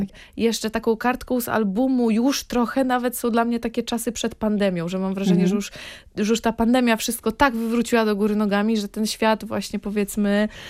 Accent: Warmian-Masurian Voivodeship, Poland; moved away; ja jestem z Mazur i zawsze lubię to podkreślać

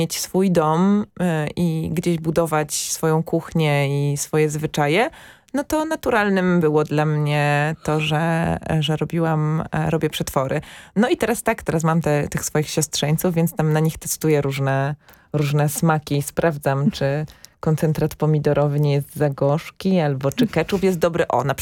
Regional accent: Lesser Poland, Poland; moved away; ja pochodzę z Podhala i u nas na jagody mówimy borówki.

